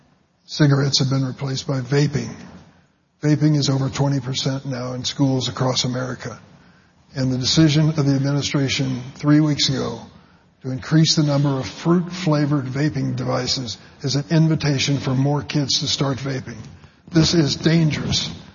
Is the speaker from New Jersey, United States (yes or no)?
no; East St. Louis, Illinois, United States; born or raised there